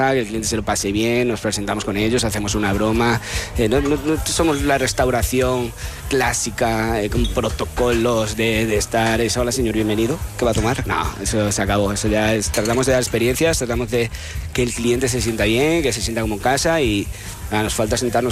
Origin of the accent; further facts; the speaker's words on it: Casar de Cáceres, Extremadura, Spain; Yo soy extremeño. Extremadura por bandera, soy del Casar de Cáceres, guiño, guiño, de la torta del Casar.